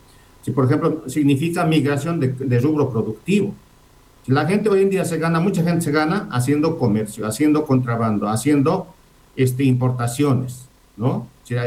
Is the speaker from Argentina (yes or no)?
no; Bolivia; Y esto no quiere decir que nosotros no produzcamos riqueza porque somos ineficientes, porque somos bolivianos